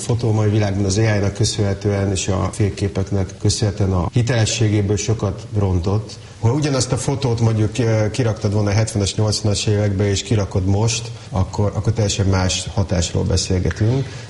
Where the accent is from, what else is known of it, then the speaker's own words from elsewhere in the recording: Israel; born there; nekem még sose volt kiállításom Izraelbe, és hát ugye én ott születtem